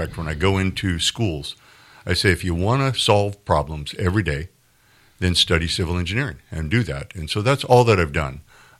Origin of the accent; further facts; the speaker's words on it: Redding, California, United States; also born or lived in Anderson, California; I'm a fifth generation far northern California. Have very proud of my cattle and cowboy roots coming out of Modoc County, my mom's side. I was born in Reading. Went to school in Anderson High School